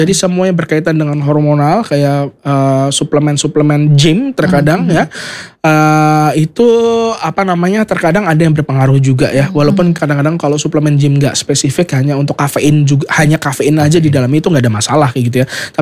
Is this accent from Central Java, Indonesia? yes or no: yes; Banyumas, Central Java, Indonesia; accent: ngapak; walaupun saya tidak lahir di Banyumas, tapi saya besar di Banyumas, dan saya bangga jadi orang Banyumas. Ya, bapak-bapak ya. Walaupun ngapak saya kurang bagus